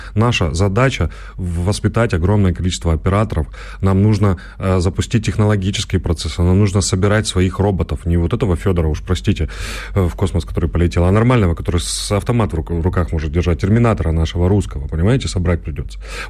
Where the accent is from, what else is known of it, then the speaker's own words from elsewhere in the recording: Donetsk, Donetsk Oblast, Ukraine; я же из Донецка. Вот нас с 15-го года, просто утюжит всем.